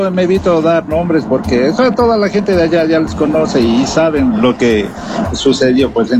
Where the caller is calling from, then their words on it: Sangolquí, Pichincha, Ecuador; yo también soy habitante de Sangolquí.